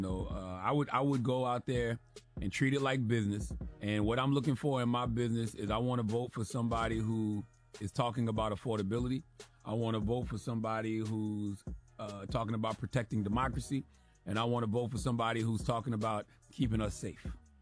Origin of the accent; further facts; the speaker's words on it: South Carolina, United States; growing up in South Carolina, even if we didn't have much money